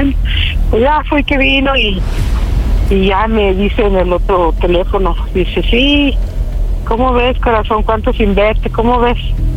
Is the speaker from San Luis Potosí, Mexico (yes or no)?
yes; San Luis Potosí, Mexico; Tengo 49 años, soy de San Luis Potosí.